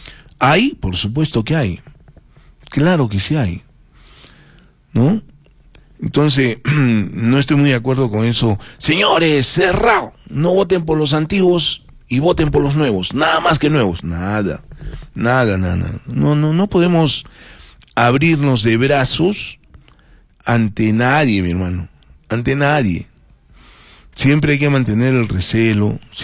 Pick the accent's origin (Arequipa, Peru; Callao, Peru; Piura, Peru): Arequipa, Peru; Cerro Colorado; allá en mi barrio, porque yo también soy de Cerro Colorado.